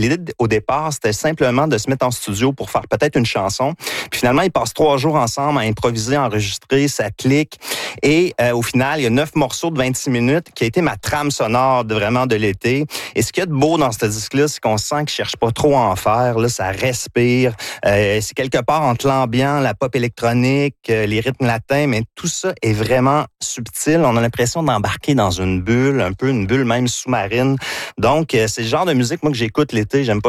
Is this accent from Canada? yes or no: yes; Victoriaville, Quebec, Canada; accent: Victoriaville; Puis c'est mon accent de Victoriaville.